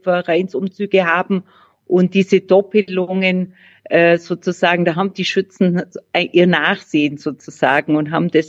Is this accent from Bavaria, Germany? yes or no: yes; Bavaria, Germany; Niedersachsen, da seid ihr ja zu Hause, und ich glaube, da kennt man die Gemütlichkeit genauso wie bei uns in Bayern.